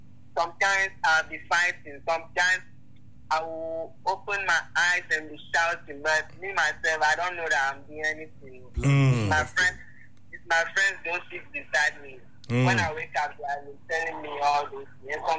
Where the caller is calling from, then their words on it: Ghana; I'm calling from Ataiko.